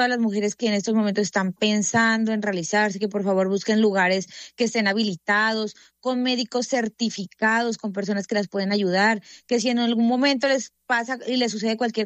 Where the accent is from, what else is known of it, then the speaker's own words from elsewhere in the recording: Nariño, Colombia; como mujeres, como nariñenses, como colombianos